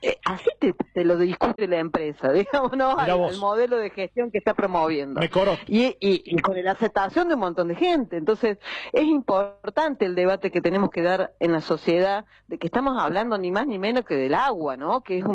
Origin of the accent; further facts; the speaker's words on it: Córdoba, Argentina; accent: cordobés; now in Buenos Aires, Argentina; Soy de Córdoba, pero sí vivo acá en Buenos Aires.